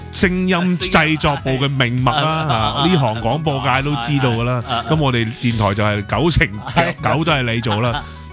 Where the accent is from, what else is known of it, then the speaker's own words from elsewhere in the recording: Hong Kong; 我香港人